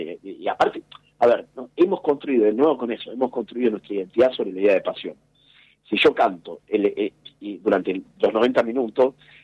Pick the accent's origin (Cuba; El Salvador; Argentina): Argentina